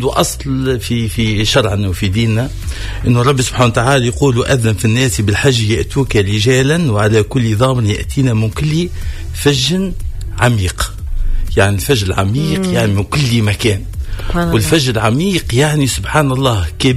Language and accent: Arabic; Tunisia; احنا توانسة